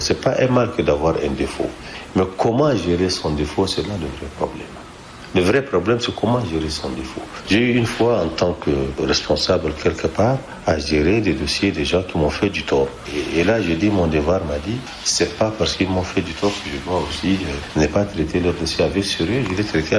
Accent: Chad

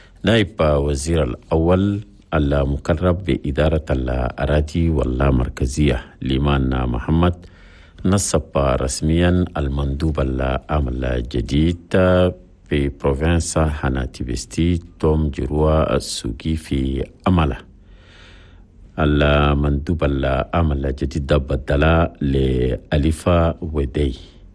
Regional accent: Chad; في بلدنا تشاد.

